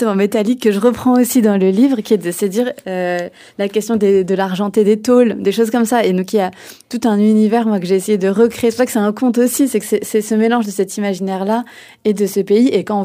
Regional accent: Poitiers, Nouvelle-Aquitaine, France; also born or lived in Djibouti; now in Paris, France; Je suis franco-djiboutienne, j'ai grandi à Djibouti jusqu'à mes 6 ans du coup, et ensuite j'ai grandi à Poitiers, puis là je suis à Paris

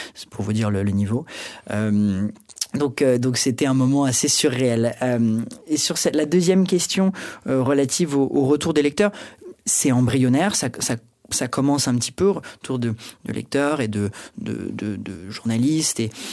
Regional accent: Paris, Île-de-France, France; En fait, donc moi, je suis né et j'ai grandi à Paris, d'un père québécois, et donc toute ma famille est au Québec. Donc j'ai vraiment grandi entre ces deux cultures.

